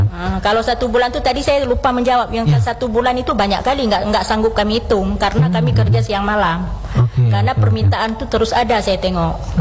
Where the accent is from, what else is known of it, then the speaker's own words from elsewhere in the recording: Aceh Besar, Aceh, Indonesia; Dan tidak mesti Aceh Besar. Kita dari Aceh Besar.